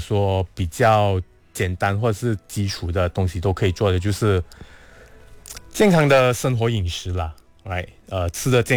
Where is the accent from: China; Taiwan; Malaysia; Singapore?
Malaysia; 因为我们马来西亚人基本上都跟太阳不是那么好的关系了